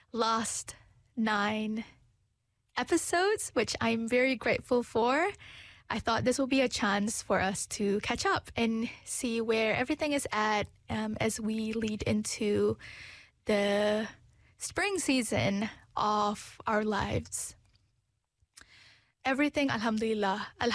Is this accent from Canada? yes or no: no; Malaysia; now in New Zealand; as a Malaysian living here in Aotearoa.